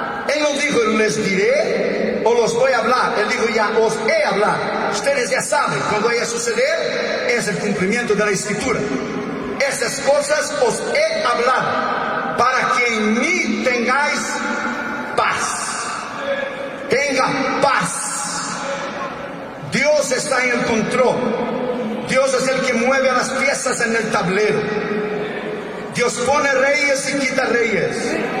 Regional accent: Brazil; Spanish is a second language; now in United States; Usted es chileno, yo soy brasileño, nacionalizado norteamericano, pero mi corazón es verde amarelo.

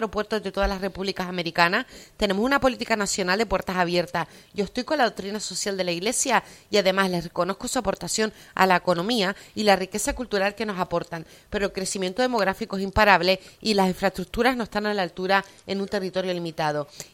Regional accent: Canary Islands, Spain; now in Madrid, Spain; porque somos canarios y residimos allí mientras vivimos y disfrutamos de Madrid

